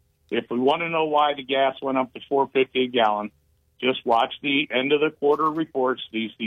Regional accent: Wadsworth, Ohio, United States; moved away; I'm from Wadsworth originally

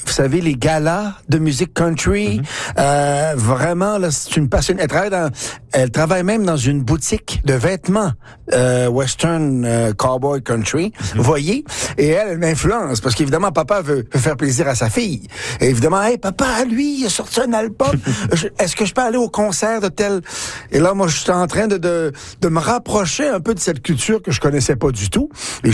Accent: Quebec, Canada; parce que moi, j'ai grandi au Québec, il y avait de la musique western.

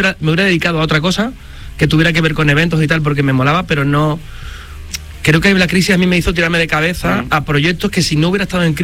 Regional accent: La Rinconada, Andalusia, Spain; echarme la espalda a la caseta de feria de mi pueblo.

